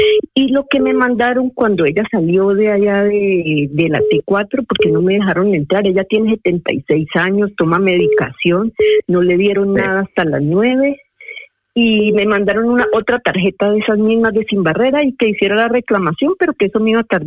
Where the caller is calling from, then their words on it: Madrid, Community of Madrid, Spain; de Madrid.